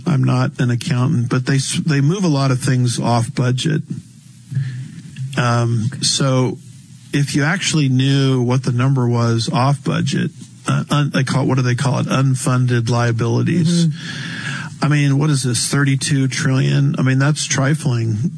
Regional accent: California, United States; And that's what's happening in my home state, which once was the great state of California.

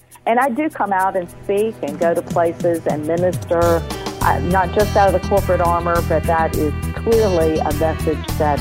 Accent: United States; as American people, we pride ourselves on being independent.

